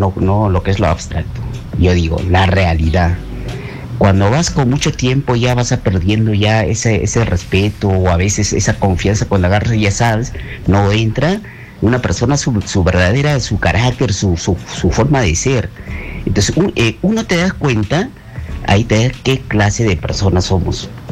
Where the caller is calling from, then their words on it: Huánuco, Peru; Le estoy llamando desde la ciudad de Huánuco.